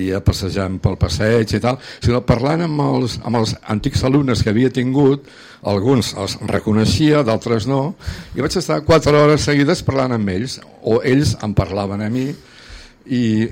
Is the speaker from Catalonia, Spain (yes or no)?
no; Menorca, Balearic Islands, Spain; moved away as an adult; I vaig venir a Catalunya, perquè jo soc de Menorca, i mentre estudiava a Sant Cugat